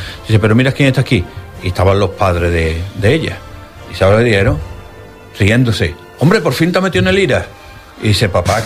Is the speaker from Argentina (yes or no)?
no; Seville, Andalusia, Spain; somos sevillanos, andaluces